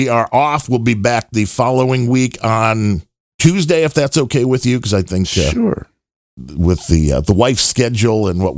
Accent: Ireland; When we do, we're Irish.

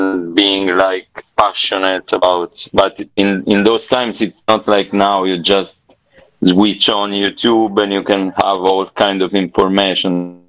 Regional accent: Southern Italy, Italy; I mean, the Deep South, like Acme too, we are both from the Deep South. And it's not like being in Milan

